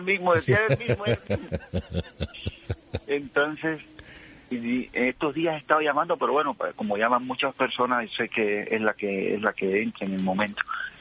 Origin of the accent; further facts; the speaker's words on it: Cuba; now in Houston, United States; Mire, yo soy cubano. No, yo vivo aquí en Houston. Y yo escucho su programa desde que yo tenía como unos 14 años en Cuba.